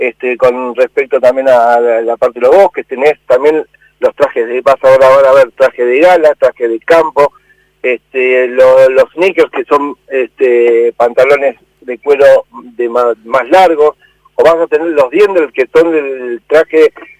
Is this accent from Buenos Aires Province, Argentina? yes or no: no; Villa General Belgrano, Córdoba, Argentina; Villa General Belgrano, uno dice, che, soy de Villa General Belgrano, de Villa General Belgrano, y ya tiene otro contexto